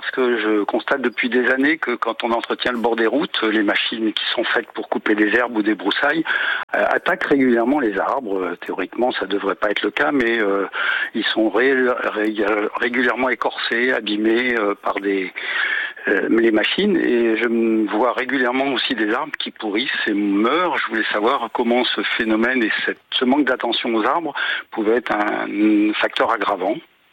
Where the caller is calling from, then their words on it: Auvergne-Rhône-Alpes, France; Je vous appelle d'Auvergne, moi aussi.